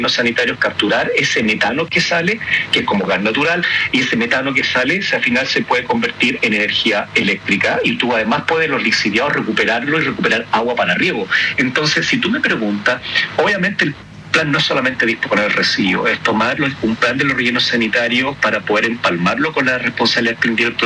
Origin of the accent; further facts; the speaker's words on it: Iquique, Tarapacá, Chile; Yo soy de Iquique, el comportamiento de la gente de Iquique es muy distinto a el comportamiento de la gente que vive en Valdivia